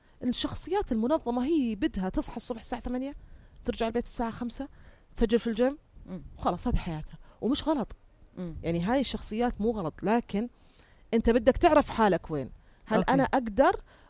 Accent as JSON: {"language": "Arabic", "country": "Jordan", "said": "إحنا عندنا في الأردن"}